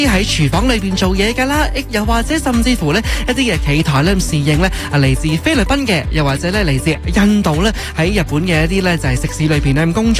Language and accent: Cantonese; Canada; 俾我哋加拿大人